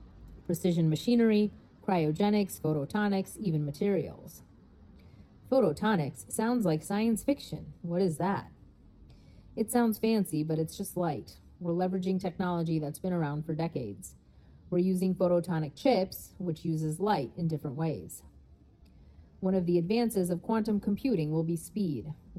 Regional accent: New York City, New York, United States; We didn't have any money growing up in New York City. I went to all public schools and commuted to my magnet high school.

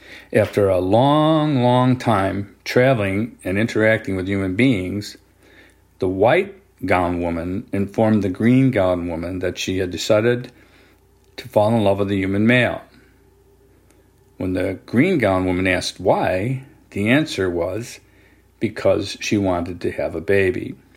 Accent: Singapore; growing up in Singapore, probably from cultural osmosis

